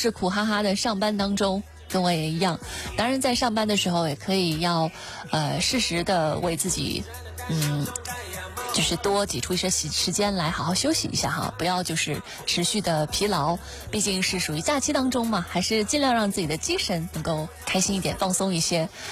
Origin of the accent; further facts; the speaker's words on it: Taiyuan, Shanxi, China; moved away; 虽然我是太原人，但是其实也是很早离开家乡